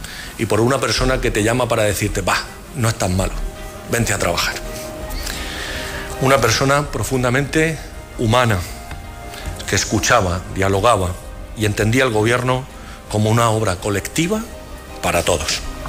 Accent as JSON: {"language": "Spanish", "region": "Region of Murcia", "country": "Spain", "said": "Hoy somos un poco más orgullosos como murcianos gracias a José Ballesta."}